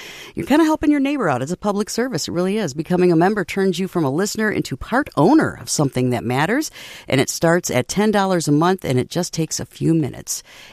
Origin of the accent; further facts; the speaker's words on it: Houghton Lake, Michigan, United States; My hometown, I'll call that out again, Houghton Lake.